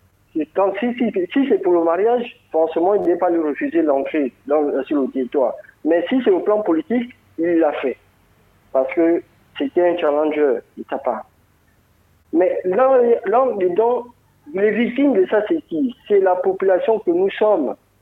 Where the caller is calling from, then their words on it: Gabon; en tant que Gabonais